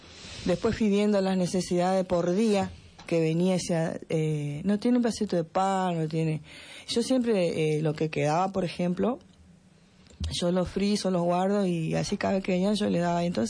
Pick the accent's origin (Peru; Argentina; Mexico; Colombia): Argentina; yo soy de Belén